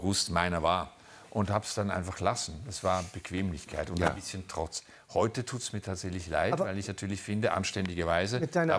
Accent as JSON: {"language": "German", "country": "Switzerland", "said": "Aber wir waren quasi die Hyper-Westis"}